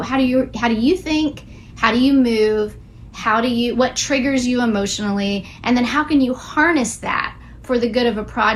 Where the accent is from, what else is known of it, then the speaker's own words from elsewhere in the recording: Houston, Texas, United States; moved away; also born or lived in New York City / London; I'm from Houston, Texas, and I used to grow up and people would say, oh, this is just a giant city that's an overgrown cow town. Like, it's a lot of little villages. And then I moved to New York City